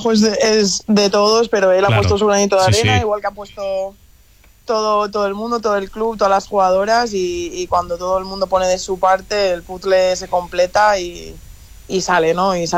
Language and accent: Spanish; Balearic Islands, Spain; como mallorquina que intento representar lo mejor que puedo mis islas por ahí donde voy